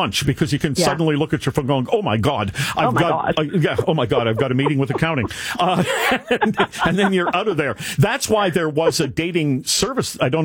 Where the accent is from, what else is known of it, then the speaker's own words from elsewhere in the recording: Canada; Well, maybe, but I'm a Canadian.